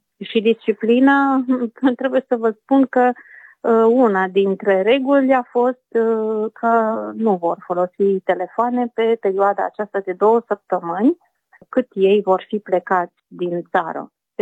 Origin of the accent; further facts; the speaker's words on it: Romania; moved away; ca și româncă care sunt aici din, de foarte mulți ani, de 35 de ani